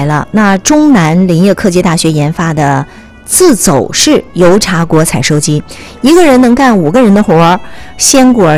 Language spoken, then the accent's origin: Chinese; China; 我们中国人